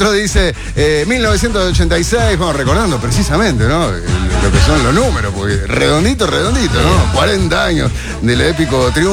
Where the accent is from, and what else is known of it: Spain